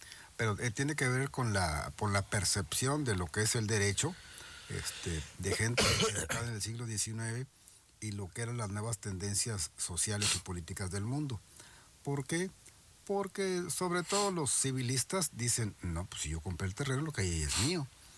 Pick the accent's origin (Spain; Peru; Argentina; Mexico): Mexico; Somos todos los mexicanos en cualquier parte del mundo que estemos, le pertenece a la nación.